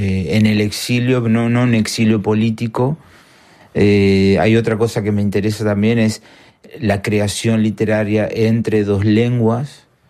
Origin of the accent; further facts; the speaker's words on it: Entre Ríos, Argentina; moved away as an adult; now in Paris, France; Yo vengo de Entre Ríos